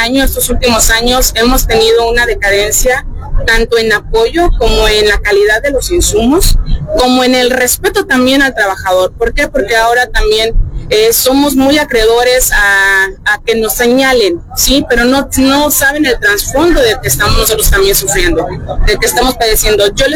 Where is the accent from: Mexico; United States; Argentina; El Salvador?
Mexico; como población, como mexicanos